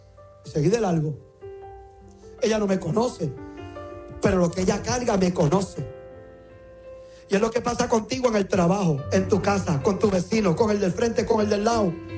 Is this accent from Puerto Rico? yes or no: yes; Puerto Rico; cómo somos nosotros los boricuas.